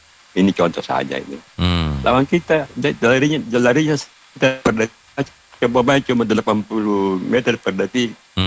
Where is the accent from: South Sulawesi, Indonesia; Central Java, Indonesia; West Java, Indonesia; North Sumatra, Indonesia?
South Sulawesi, Indonesia; saya selaku orang Selatan tetap ingat PSM